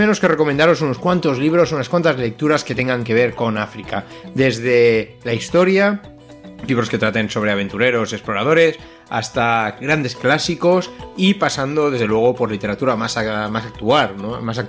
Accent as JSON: {"language": "Spanish", "region": "Catalonia", "country": "Spain", "said": "esta semana ha sido el día de San Jordi en mi tierra, en Cataluña"}